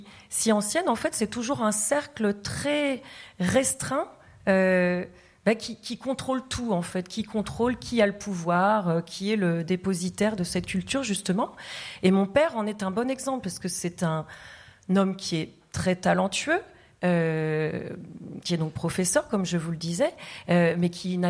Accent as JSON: {"language": "French", "region": "Tamil Nadu", "country": "India", "first_language": "Tamil", "second_language": "French", "moved": "yes", "said": "dans l'état d'où je viens, le Tamil Nadu"}